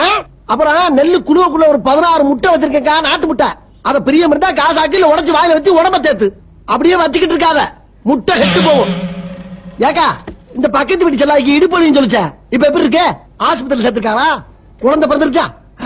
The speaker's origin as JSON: {"language": "Tamil", "town": "Kanadukathan", "region": "Tamil Nadu", "country": "India", "said": "காரக்குடி பக்கத்துல காணாடு காத்தா."}